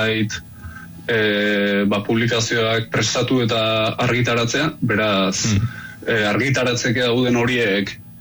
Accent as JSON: {"language": "Basque", "town": "Vitoria-Gasteiz", "region": "Basque Country", "country": "Spain", "said": "gasteiztarra naizen aldetik"}